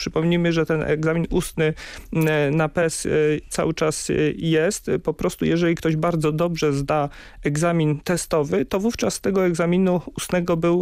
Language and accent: Polish; Greater Poland Voivodeship, Poland; u nas w Wielkopolsce na przykład, które jest bardzo rozciągnięta